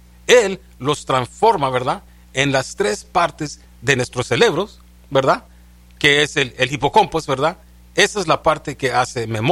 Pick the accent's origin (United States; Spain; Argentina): United States; nosotros sabemos que somos americanos